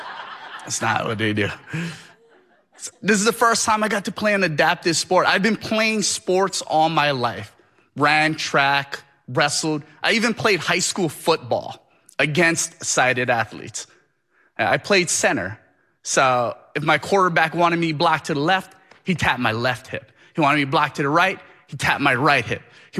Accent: Kau, Hawaii, United States; now in Hyde Park, United States; currently living in Hyde Park, Massachusetts, but I was born and raised on the Big Island of Hawaii in a small town called Kau.

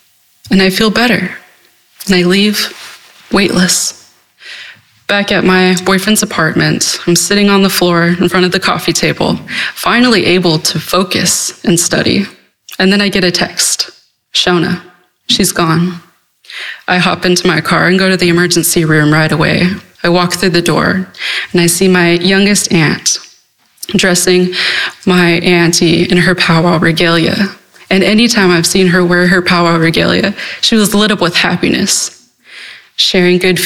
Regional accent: Kansas, United States; I grew up on the Sac and Fox Reservation in Kansas as a member of the Iowa tribe.

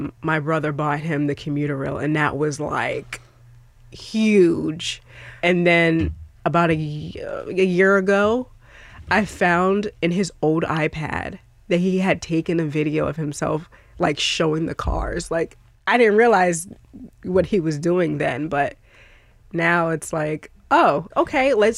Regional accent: Boston, Massachusetts, United States; So I grew up in Boston, and I actually did not start driving until my mid-20s.

